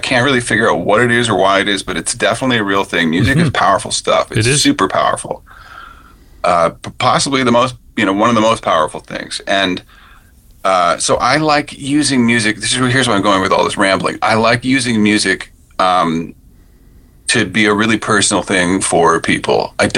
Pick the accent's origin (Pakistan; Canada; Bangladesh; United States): Canada; Ontario; even though I grew up in Ontario, but my mom is from Newfoundland.